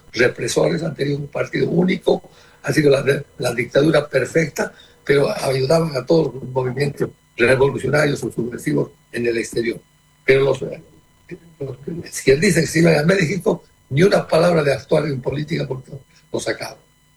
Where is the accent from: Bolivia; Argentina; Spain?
Bolivia